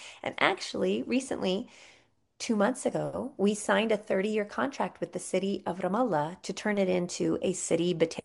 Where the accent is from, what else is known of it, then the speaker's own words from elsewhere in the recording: United States; moved away; as an American